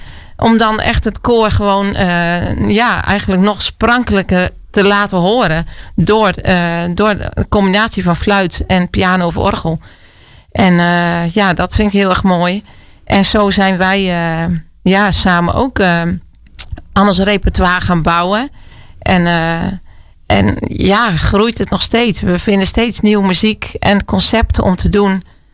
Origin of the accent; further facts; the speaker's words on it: Gelderland, Netherlands; moved away as an adult; now in Friesland, Netherlands; ik kom van de Veluwe en ben opgegroeid daar